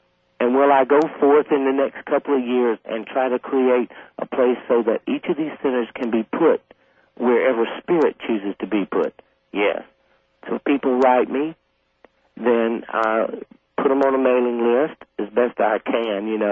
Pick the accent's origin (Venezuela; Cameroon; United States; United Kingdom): United States; South Carolina; I'm a guy from South Carolina. I look at stuff pretty down to earth.